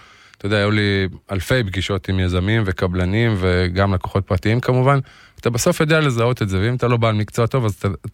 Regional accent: Afula, Northern District, Israel; born there; now in Krayot, Israel; אני נולדתי באפולה, היום אני מתגורר בקריות, בצפון כמובן

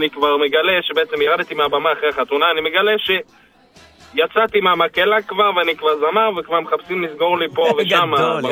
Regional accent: Ashdod, Southern District, Israel; מילדות, אני באשדוד, ואני התחתנתי גם באשדוד, ברוך השם.

